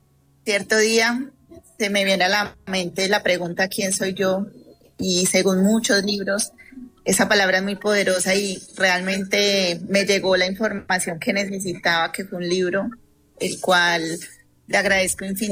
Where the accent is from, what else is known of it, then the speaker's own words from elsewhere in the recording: Tuluá, Valle del Cauca, Colombia; Bueno, yo desde niña, yo soy de Tuluá Valle.